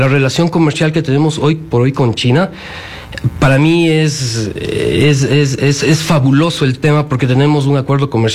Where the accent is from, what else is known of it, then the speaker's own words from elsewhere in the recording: Ecuador; nosotros como ecuatorianos